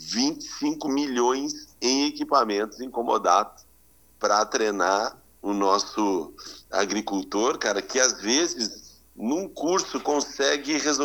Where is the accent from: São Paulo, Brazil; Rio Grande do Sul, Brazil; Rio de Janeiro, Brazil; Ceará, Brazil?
Rio Grande do Sul, Brazil; Eu sou de Itapuã.